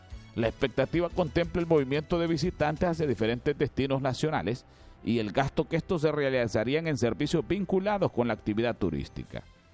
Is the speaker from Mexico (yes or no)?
no; Yoro, Honduras; como los hondureños y los lloreños somos candil de la calle y oscuridad de la casa